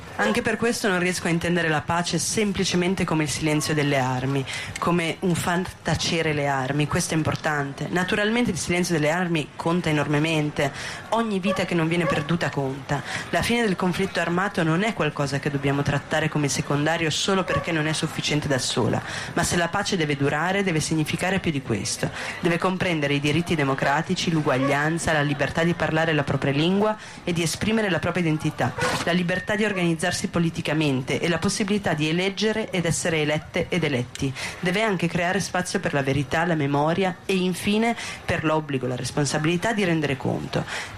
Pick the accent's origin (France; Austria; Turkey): Turkey; Sono turca, sono avvocata, femminista, una persona che da molti anni lavora sulle violazioni dei diritti umani in Turchia, incluso il Kurdistan.